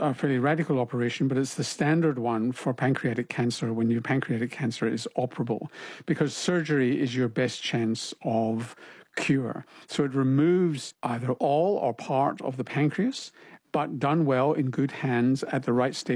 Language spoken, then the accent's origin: English; Glasgow, Scotland, United Kingdom; now in Australia; Glasgow, my hometown, suggests that it's easier to get out and exercise and be fitter and healthier.